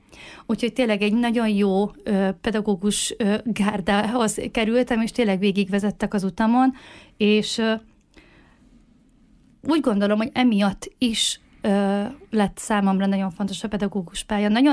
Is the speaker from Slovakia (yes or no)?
no; Egyházasgerge, Nógrád, Hungary; Egy nógrádi kis faluból származom, Karancsva egyében helyezkedik el Egyházasgerge